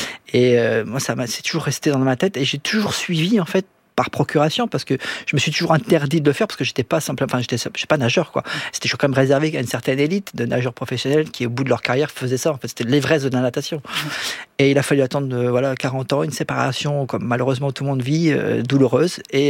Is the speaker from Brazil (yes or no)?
no; Saint-Valery-sur-Somme, Abbeville, Hauts-de-France, France; also born or lived in Sangatte; Alors, entre la baie de Somme, à Saint-Valery-sur-Somme, Abbeville, et Sangatte.